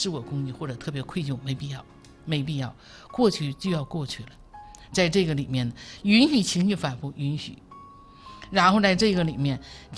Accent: Jinzhou, Liaoning, China; 我们东北人叫割了瓣啊，锦州人啊

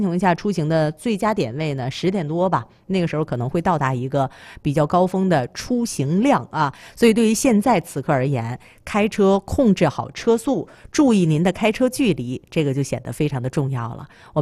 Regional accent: Liaoning, China; 我作为一个土生土长的西方人

